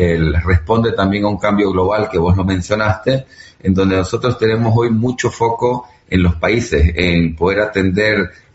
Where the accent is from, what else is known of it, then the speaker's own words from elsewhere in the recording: Bolivia; moved away as an adult; now in Uruguay; Yo soy ingeniero agrónomo boliviano